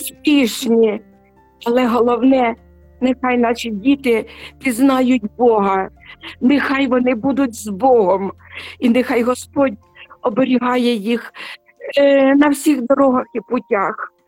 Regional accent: Sumy, Sumy Oblast, Ukraine; Це наш Максим, який зараз захищає наше рідне місто Суми.

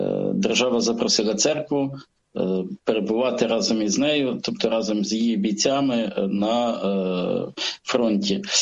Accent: Lviv Oblast, Ukraine; Я сам родом із Львівської області, тобто виріс в досить такій релігійній побожній родині.

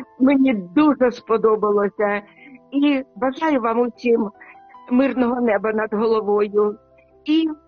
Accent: Sumy, Sumy Oblast, Ukraine; моє рідне, наше рідне місто Суми.

